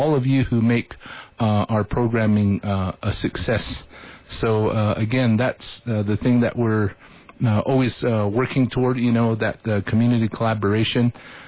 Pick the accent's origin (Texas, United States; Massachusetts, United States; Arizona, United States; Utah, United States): Arizona, United States; Moenkopi; of course I'm coming from Munkabi where I'm from to here, but for the program